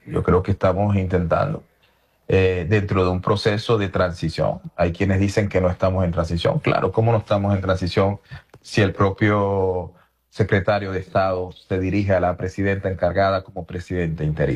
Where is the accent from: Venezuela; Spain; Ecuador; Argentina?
Venezuela; yo soy venezolano.